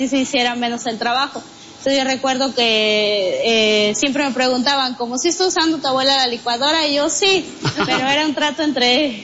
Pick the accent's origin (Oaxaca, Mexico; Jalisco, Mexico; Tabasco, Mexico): Oaxaca, Mexico; San Mateo Yucutindó; Pues a ver cuándo se animan a ir a mi pueblo.